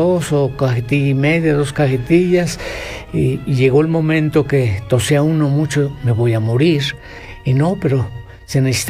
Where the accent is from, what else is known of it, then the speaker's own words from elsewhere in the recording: Mexico; nosotros como mexicanos somos muy flojos.